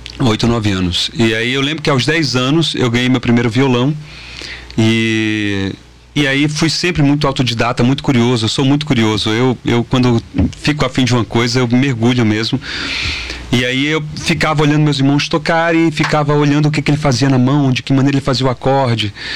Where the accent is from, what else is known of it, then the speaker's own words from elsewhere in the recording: Campina Grande, Paraíba, Brazil; moved away; sou de Campina Grande.